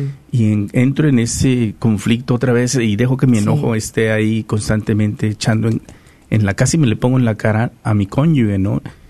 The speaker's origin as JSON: {"language": "Spanish", "region": "Guerrero", "country": "Mexico", "said": "la mayoría sabe, ¿no?, que soy de Guerrero, y en Guerrero hablamos, que cuidado, ¿no?"}